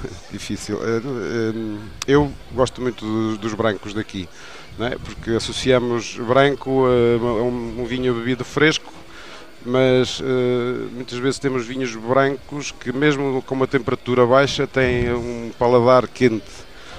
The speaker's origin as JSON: {"language": "Portuguese", "town": "Pinhão", "region": "Norte", "country": "Portugal", "tie": "born there", "moved": "yes", "lives_now": "Macedo de Cavaleiros, Portugal", "said": "eu sou do Pinhão, não é? Conheço o Douro, nasci lá"}